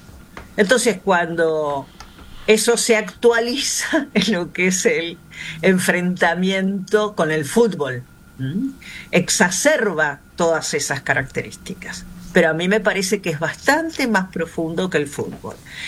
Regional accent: Argentina; now in Uruguay; tampoco lo queremos los argentinos

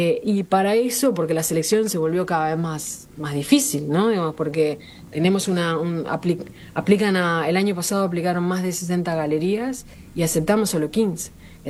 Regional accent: Montevideo, Uruguay; moved away; also born or lived in Punta del Este / La Paloma; yo hace muchos años que vivo en el exterior, soy uruguaya, crecí entre Montevideo, Punta del Este y La Paloma

